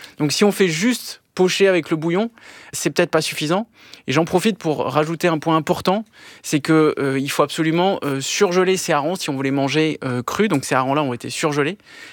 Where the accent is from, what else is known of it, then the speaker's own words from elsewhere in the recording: Bordeaux, Nouvelle-Aquitaine, France; born there; Moi, je suis né à Bordeaux.